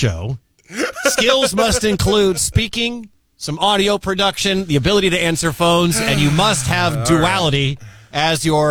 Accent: Detroit, Michigan, United States; born there; now in Des Moines, United States; I was born in Detroit.

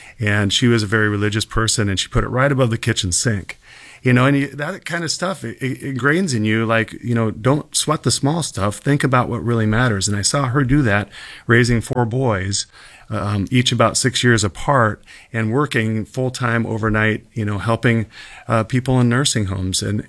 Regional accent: Nebraska, United States; moved away as an adult; now in Western New York, United States; I grew up in the middle of Nebraska. When I tell people that in the workshop, I get a couple chuckles, which I appreciate because you don't meet a lot of Nebraskans in Western New York. But I grew up in Nebraska, a small farming community

